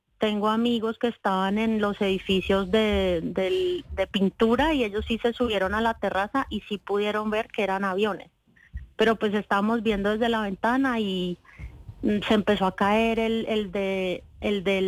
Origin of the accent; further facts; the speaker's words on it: Colombia; moved away as an adult; yo soy de Colombia